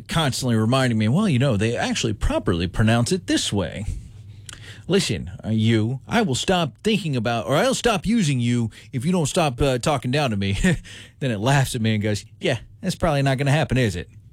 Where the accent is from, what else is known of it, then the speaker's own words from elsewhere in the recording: Florida, United States; moved away; I'm from Florida. I grew up in a rough and crash area. And that's why I talk the way I do.